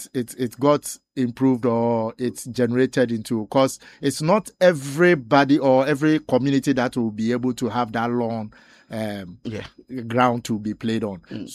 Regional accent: Winneba, Central Region, Ghana; I was born in Winneba, and I was raised up in Winneba.

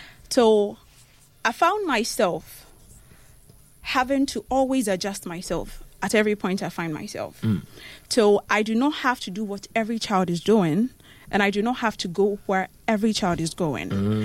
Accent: Shama Junction, Western Region, Ghana; I grew up in Shamar Junction.

